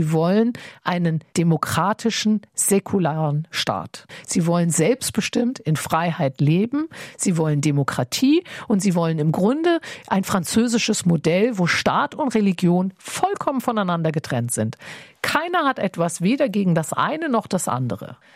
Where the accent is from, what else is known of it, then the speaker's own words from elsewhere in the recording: Iran; now in Germany; als Iranerin wollte ich gerne eine andere Seite des Irans immer zeigen